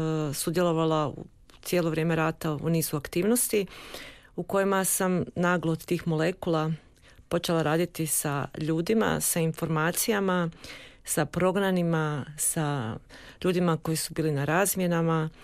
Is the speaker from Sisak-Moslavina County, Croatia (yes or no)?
no; Osijek, Osijek-Baranja County, Croatia; Došla sam iz Osijeka u Zagreb i bavila sam se isključivo